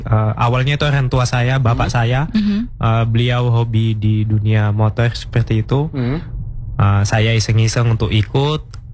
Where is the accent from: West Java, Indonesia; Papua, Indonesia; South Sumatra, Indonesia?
Papua, Indonesia; tinggalnya di Papua sana.